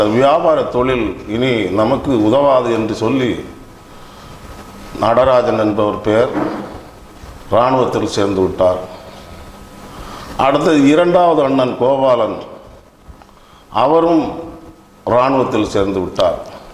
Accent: Keezhkulam, Tamil Nadu, India; எனது சொந்த ஊர் கன்னியாகுமரி மாவட்டம் கீழ்குளம் குக்கிராமம்.

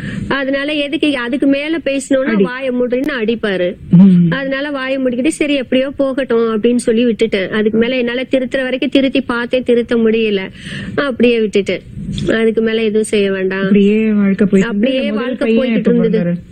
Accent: Madurai, Tamil Nadu, India; moved away; நான் என் சொந்த ஊர் மதுரை

